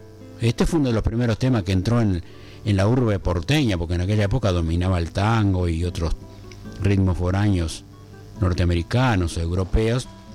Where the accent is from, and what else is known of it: Uruguay